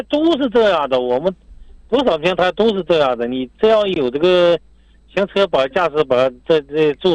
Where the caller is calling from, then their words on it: Hohhot, Inner Mongolia, China; 我是呼市朋友啊，我是呼市的